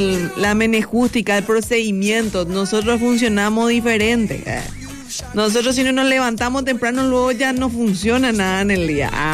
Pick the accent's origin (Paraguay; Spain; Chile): Paraguay